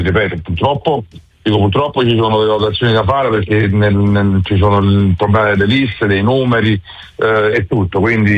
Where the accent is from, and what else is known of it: Naples, Campania, Italy